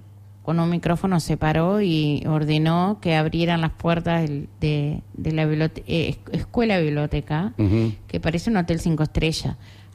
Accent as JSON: {"language": "Spanish", "country": "Uruguay"}